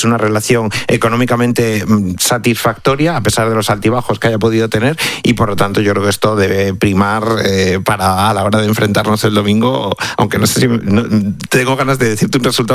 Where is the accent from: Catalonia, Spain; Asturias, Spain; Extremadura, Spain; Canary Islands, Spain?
Extremadura, Spain; Cáceres; Yo, por ejemplo, que soy de Cáceres, que soy de Extremadura, claro, pues evidentemente lo sé